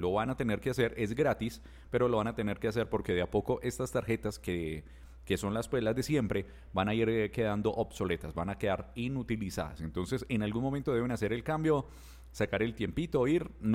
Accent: Colombia

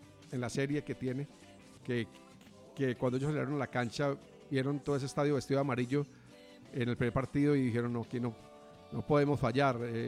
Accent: Colombia; Eso fue algo muy emotivo para uno como colombiano.

